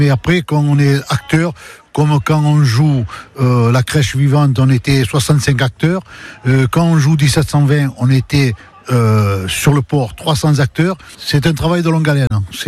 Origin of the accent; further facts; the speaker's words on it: La Ciotat, Provence-Alpes-Côte d'Azur, France; de La Ciotat, je suis ravi de vous retrouver.